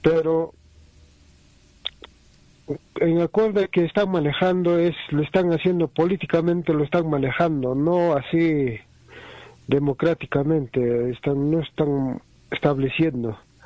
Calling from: Puno, Peru

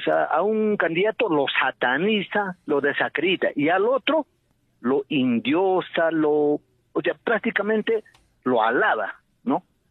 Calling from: Juliaca, Puno, Peru; Me comunico de la ciudad de Juliaca.

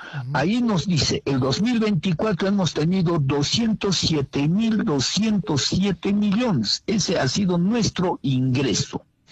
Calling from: Puno, Peru

